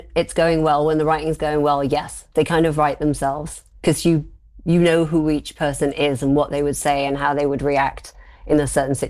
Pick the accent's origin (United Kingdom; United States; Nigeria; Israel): United Kingdom; Doncaster, Yorkshire and the Humber; I'm from Doncaster